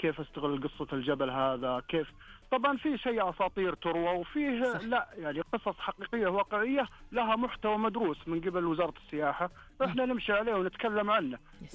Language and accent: Arabic; Saudi Arabia; كل وادي عندنا في المملكة العربية السعودية